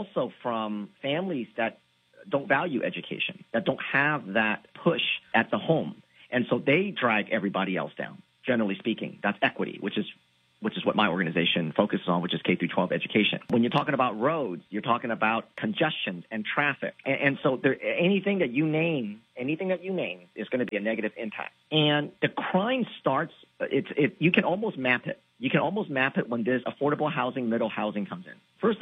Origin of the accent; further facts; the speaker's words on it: California, United States; I mean, I'm from California, so I've seen this over the course of, 20, 25 years ago.